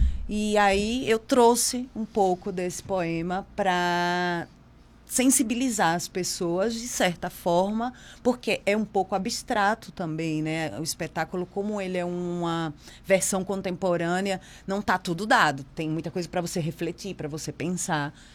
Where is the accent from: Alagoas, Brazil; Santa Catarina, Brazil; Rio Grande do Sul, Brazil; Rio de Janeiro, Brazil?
Alagoas, Brazil; Eu sou alagoana.